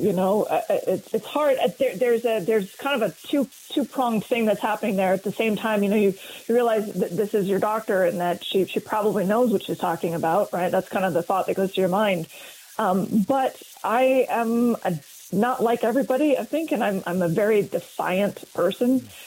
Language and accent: English; Canada; My wife is dual citizen. Yeah. I'm only Canadian. I can't just hop over to the United States to live there.